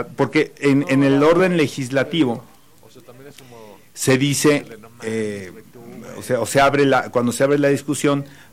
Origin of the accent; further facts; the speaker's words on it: Querétaro, Mexico; no soy de la Ciudad de México, ¿eh? Mi familia, no solamente yo, sino mi familia, mis antecesores, mis ancestros, son más queretanos que...